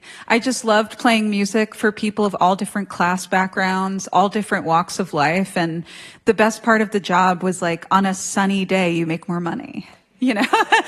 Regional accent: New York City, New York, United States; growing up in New York City, I felt like you know I've lived in this place that everybody comes

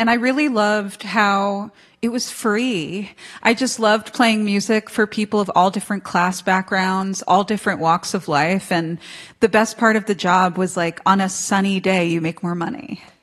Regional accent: New York City, New York, United States; Yeah, and you know, growing up in New York City, I felt like, you know, I've lived in this place that everybody comes to, and I was so interested in going to the smallest towns.

